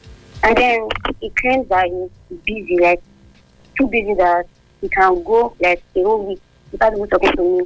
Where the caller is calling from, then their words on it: Abuja, Federal Capital Territory, Nigeria; From Abuja.